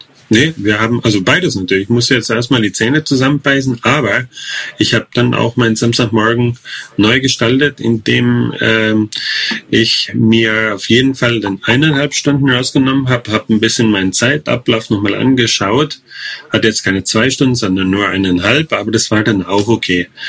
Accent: Germany; moved away as an adult; also born or lived in Thailand; als Ausländer sowieso, als Deutsche.

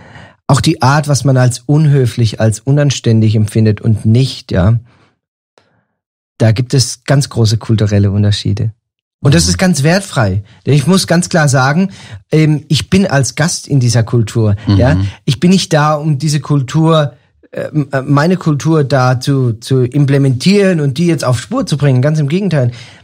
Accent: Germany; moved away as an adult; now in Peru; Als Deutscher ist man es gewohnt, morgens zum Bäcker zu gehen und Brötchen zu holen

